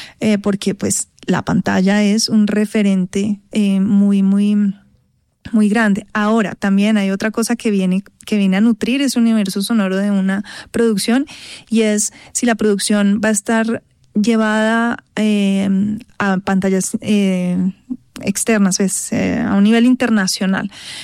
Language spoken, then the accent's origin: Spanish; Colombia; entonces te encuentras con alguien afuera y dices, no, pero ¿tú colombiana? Sí, pero hablas diferente, ¿no?